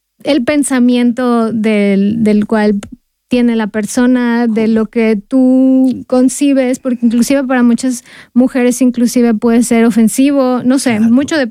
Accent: Mexico; moved away as an adult; now in Austria; mi relación como mexicana-austriaco

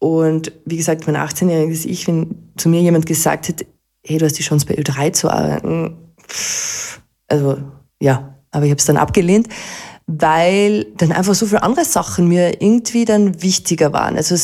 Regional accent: Carinthia, Austria; wenn man als Kärntner in Kärnten unterwegs ist, ist trotzdem irgendwie so ein Heimatgefühl, das man da mitbringt

